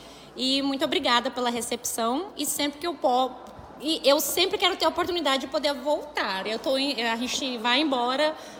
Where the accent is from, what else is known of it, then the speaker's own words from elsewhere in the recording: Rio Grande do Sul, Brazil; also born or lived in Northeast Brazil; now in Tabatinga, Brazil; eu sou gaúcha, mas nós moramos 10 anos no Nordeste.